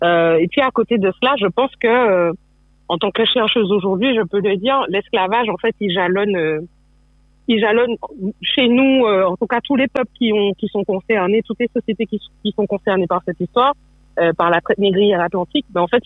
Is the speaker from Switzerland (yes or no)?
no; Martinique; je suis martiniquaise, donc c'est une histoire avec laquelle, qu'on le veuille ou non, elle est là avec nous, en fait. J'ai grandi en Martinique